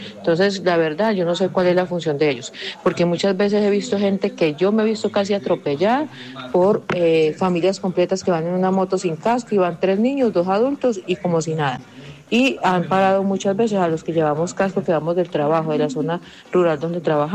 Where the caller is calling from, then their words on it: La Unión, Antioquia, Colombia; de La Unión.